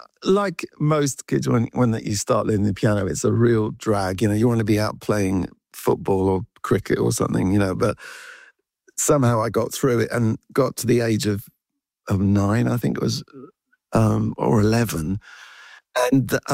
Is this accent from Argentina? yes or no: no; Wales, United Kingdom; It's just part of being Welsh, you know, you've got to, it's part of your singing.